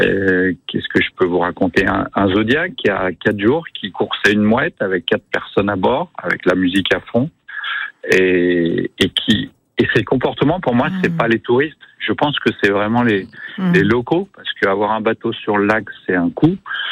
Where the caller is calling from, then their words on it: Le Montcel, Auvergne-Rhône-Alpes, France; Oui, je suis au Moncel